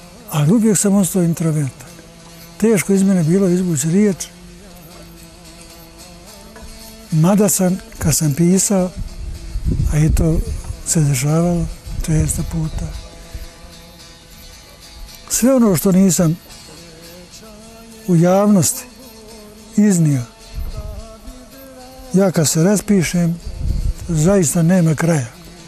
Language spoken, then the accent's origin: Bosnian; Srebrnik, Federation of Bosnia and Herzegovina, Bosnia & Herzegovina; born there; Evo ovdje na ovom kamenu sam rođen u Srebrniku ispod kule